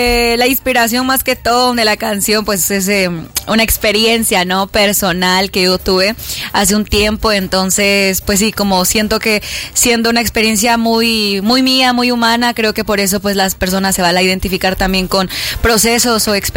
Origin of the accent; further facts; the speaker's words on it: Guatemala; yo súper encantada y orgullosa de poder representar a Guatemala